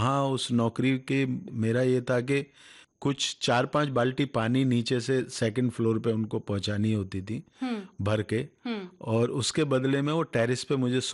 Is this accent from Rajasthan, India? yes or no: no; Haryana, India; तो मैं गांव में रहता था, पलवल के पास मेरा गांव है।